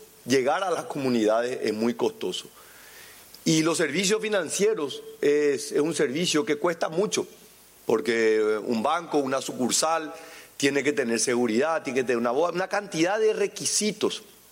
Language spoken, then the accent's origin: Spanish; Paraguay